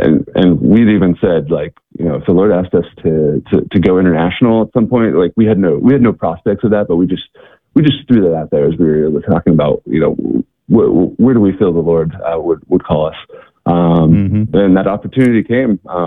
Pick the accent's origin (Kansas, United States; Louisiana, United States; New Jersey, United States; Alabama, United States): Kansas, United States; moved away as an adult; now in Philadelphia, United States; So I'm originally from Kansas, so that's where I grew up. Went to University of Kansas, and you know, grew up Catholic